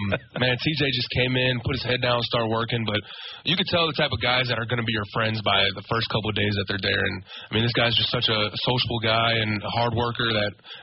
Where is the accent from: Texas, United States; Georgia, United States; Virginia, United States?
Virginia, United States; I'm from Northern Virginia, so not too far down the road, about 3 hours.